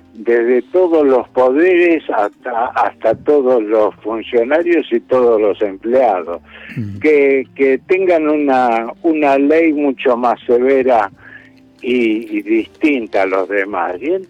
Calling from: San Martín, Buenos Aires Province, Argentina; de San Martín.

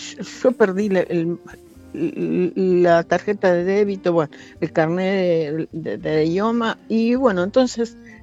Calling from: Quilmes, Buenos Aires Province, Argentina; de Quilmes.

